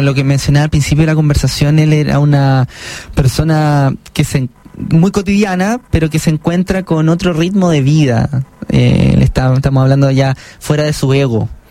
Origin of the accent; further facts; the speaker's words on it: Chile; ¿Por qué me encuentro con yo vengo de Chile?